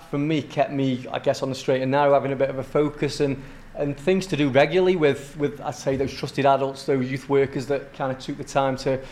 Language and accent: English; Stoke-on-Trent, West Midlands, United Kingdom; growing up in Longton